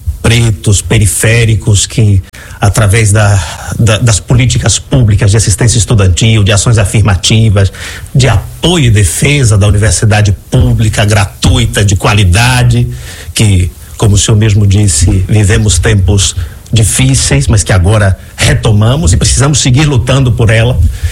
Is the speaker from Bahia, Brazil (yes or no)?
yes; Entre Rios, Bahia, Brazil; moved away as an adult; now in Madrid, Spain; Eu sou do interior da Bahia, de um vilarejo de 14 famílias, doutor Mário, lá na zona rural de Entre Rios